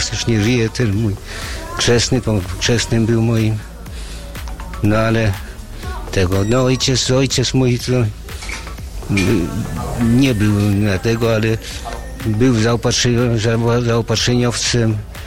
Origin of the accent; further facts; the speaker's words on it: Warmian-Masurian Voivodeship, Poland; Po wojnie ja się urodziłem w powiecie Bartoszyce. No i tam mieszkałem w Bartoszycach. Koło Bartoszyc, na wiosce takiej Wójciechi.